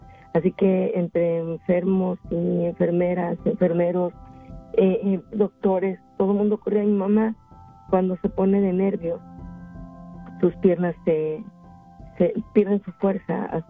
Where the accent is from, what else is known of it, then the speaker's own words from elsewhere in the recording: Mexico City, Mexico; now in California, United States; Yo vivía en mi ciudad natal, que es la Ciudad de México.